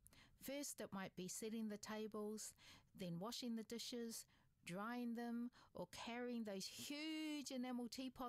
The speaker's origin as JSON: {"language": "English", "region": "Northland", "country": "New Zealand", "tie": "born or raised there", "said": "a memory from my own childhood growing up in Pautō, in the Kaipara."}